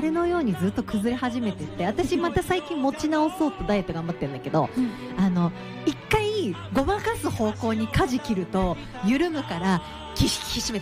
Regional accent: Kanagawa, Japan; born or raised there

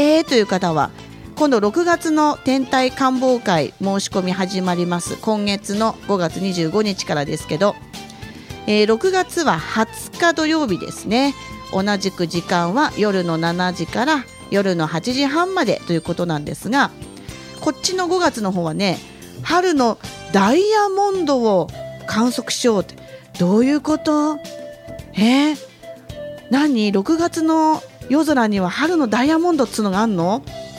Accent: Chiba, Japan; 私千葉出身ですけど、うちの地元には近くになかったから

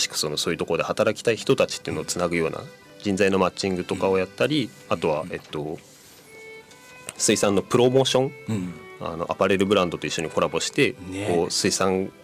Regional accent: Kanagawa, Japan; moved away as an adult; also born or lived in Okinawa; now in Ishinomaki, Japan; 高校までは地元の神奈川で過ごして、大学の4年間だけ沖縄に行っていました。

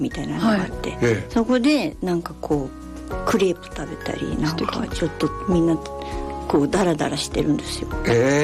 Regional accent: Kanagawa, Japan; 神奈川生まれなんですけど

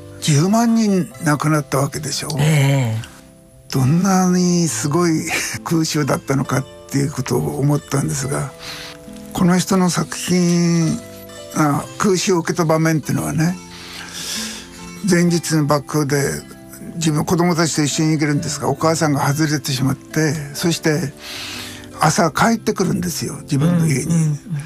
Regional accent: Yamagata, Japan; 僕はあの小さい時に山形県で育ったんですが、

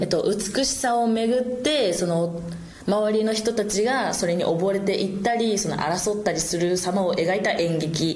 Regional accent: Fukuoka, Japan; moved away; 私は福岡県出身で。

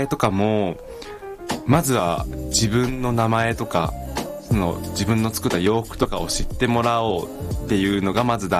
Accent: Saitama, Japan; 自分埼玉県出身なんですけど、

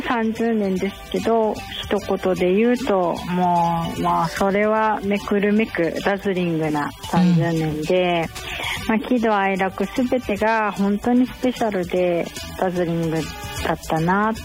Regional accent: Kushiro, Hokkaido, Japan; 釧路で生まれ育って、うん、学生時代から合唱をやってまして

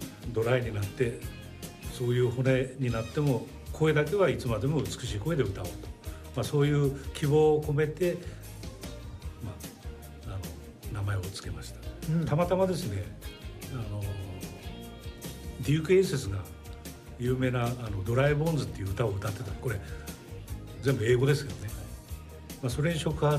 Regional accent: Hokkaido, Japan; born there; 私二中出身で、西高二中までずっと野球やって、

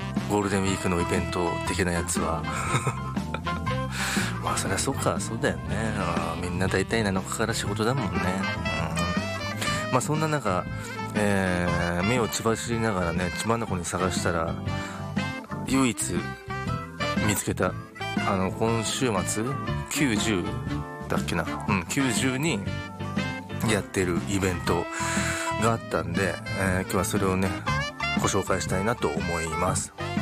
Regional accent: Saitama, Japan; 生まれも育ちも埼玉県の僕が実際に行ったお店や場所、そしてこれから行ってみたいところなど

